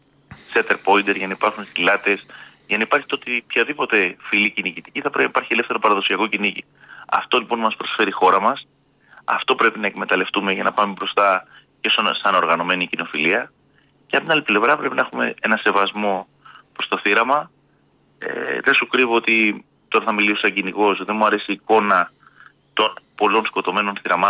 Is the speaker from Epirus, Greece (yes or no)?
yes; Epirus, Greece; Και εμένα οι θείοι μου, όλοι στο χωριό μου, στα Ζαγόρια